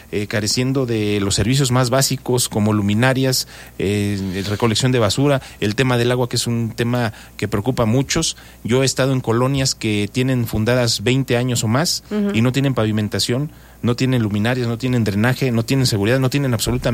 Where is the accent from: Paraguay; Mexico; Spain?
Mexico; Cuernavaca, Morelos; Yo pues nací aquí en el 71, soy originario aquí de Cuernavaca